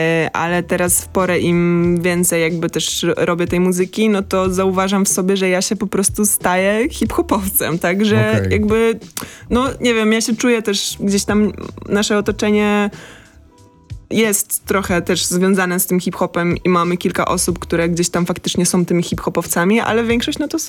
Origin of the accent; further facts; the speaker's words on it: Wrocław, Lower Silesian Voivodeship, Poland; wychowałam się na Trójkącie Bermudzkim we Wrocławiu